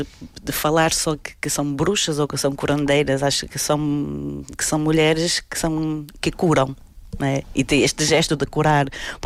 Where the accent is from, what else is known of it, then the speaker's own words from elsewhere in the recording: Vila Nova de Famalicão, Braga, Portugal; now in Porto, Portugal; Sou de Famalicão, Braga. Vivo em Porto, mas sou do Minho.